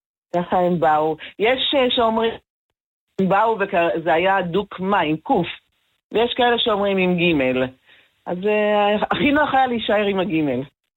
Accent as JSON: {"language": "Hebrew", "town": "Nahariya", "region": "Northern District", "country": "Israel", "tie": "born or raised there", "moved": "as an adult", "lives_now": "Amka, Israel", "said": "אני קודם כל נולדתי בנהריה, גדלתי שם, התחתנתי עם עזריאל, שהוא בן ממשיך פה במושב עמקה, אז באנו פה"}